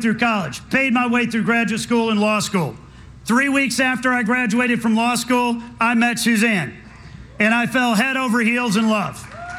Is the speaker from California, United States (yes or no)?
no; Blowing Rock, North Carolina, United States; I grew up in Blowing Rock, about an hour and a half from here, a tiny little town, 534 people. We had one stoplight and a Hardee's.